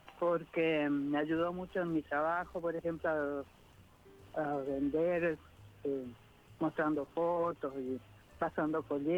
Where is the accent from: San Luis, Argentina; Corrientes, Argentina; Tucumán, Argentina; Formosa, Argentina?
Corrientes, Argentina